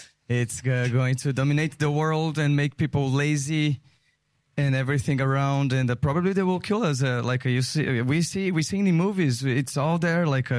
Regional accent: Brazil; English is a second language; In Brazil, for me, was very special because I'm from Brazil. I born in Brazil. I live part of my life there.

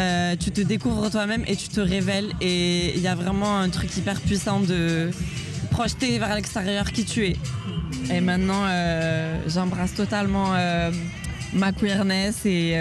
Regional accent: south of France, France; now in Lyon, France; Je suis basée à Lyon, mais je viens du sud de la France à la base.

